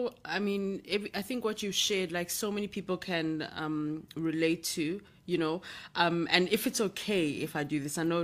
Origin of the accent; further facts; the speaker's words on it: Uganda; now in Ghana; I'm in, pardon, I'm from Uganda, but I'm in Ghana.